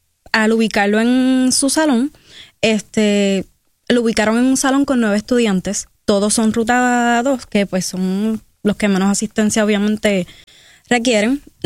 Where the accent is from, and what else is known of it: Vega Baja, Puerto Rico